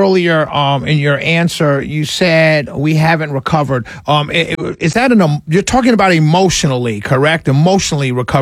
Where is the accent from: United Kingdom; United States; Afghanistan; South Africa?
United States; New York; I grew up in New York. I grew up, I went to high school, college with a Jewish friend.